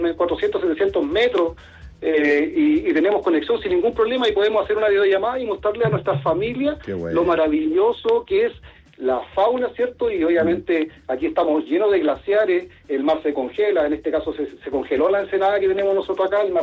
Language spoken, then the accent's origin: Spanish; Chile; lo importante que es para nosotros como chilenos cuidar la Antártica